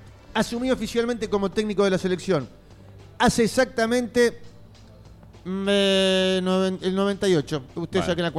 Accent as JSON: {"language": "Spanish", "town": "Valentín Alsina", "region": "Buenos Aires Province", "country": "Argentina", "tie": "born there", "said": "Yo nací en Valentina Alsina, en el conurbano, que la verdad que me ha dado mucha alegría."}